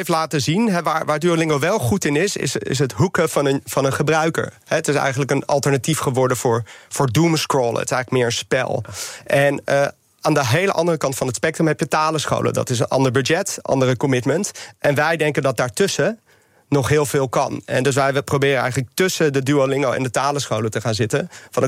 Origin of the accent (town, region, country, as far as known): Netherlands